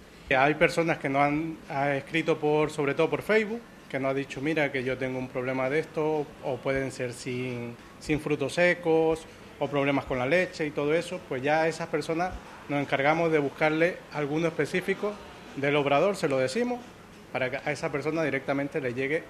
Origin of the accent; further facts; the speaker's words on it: Ecuador; born there; Sí, yo soy nacido en Ecuador. También me han preguntado, sobre todo sudamericanos, paisanos míos